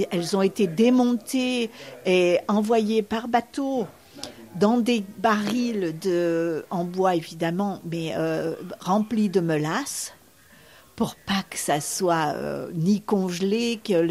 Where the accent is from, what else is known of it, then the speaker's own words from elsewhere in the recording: France; nous en tant que Français, on a l'habitude d'avoir juste deux voies, une pour monter, une pour descendre